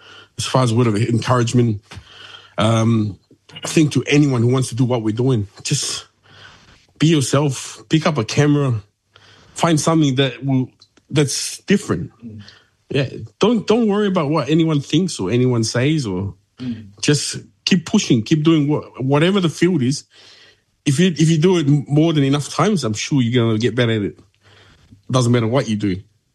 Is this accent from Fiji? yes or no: yes; Rotuma, Fiji; I think it's a must, especially for us rutumans everywhere. Doesn't matter where you are, to continue to speak rutuman